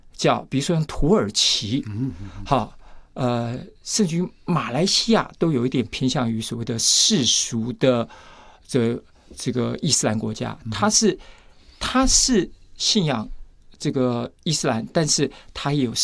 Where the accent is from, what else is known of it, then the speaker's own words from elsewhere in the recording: Taiwan; 我们台湾人很热情